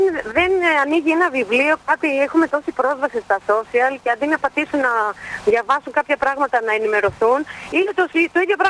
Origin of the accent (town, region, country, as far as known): Greece